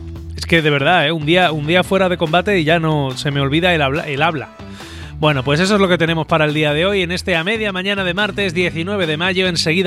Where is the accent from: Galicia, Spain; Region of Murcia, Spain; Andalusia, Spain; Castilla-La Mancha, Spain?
Region of Murcia, Spain; Yecla; como yeclanos, como murcianos y como españoles, que lo somos todo al mismo tiempo.